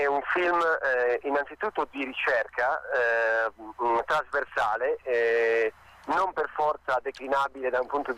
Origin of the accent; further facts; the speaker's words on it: Sardinia, Italy; della mia terra, che quindi parte dalla Sardegna